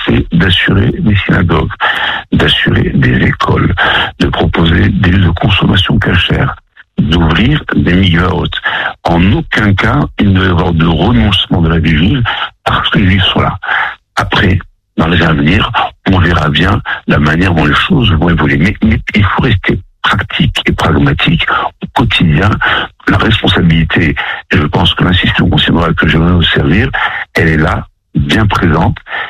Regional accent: Nancy, Grand Est, France; born there; also born or lived in Lyon; now in Paris, France; je suis né dans la connaissance historiale, j'ai grandi à Nancy, puis à Lyon

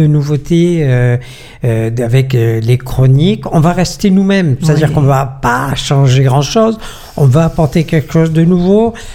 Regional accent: Marseille, Provence-Alpes-Côte d'Azur, France; on est Marseillais

